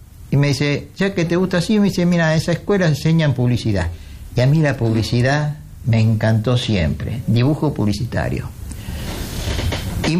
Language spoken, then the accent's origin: Spanish; Argentina; also born or lived in Santiago, Chile; Soy criado en Argentina, nací en Chile, en Santiago de Chile, el 9 de agosto del 49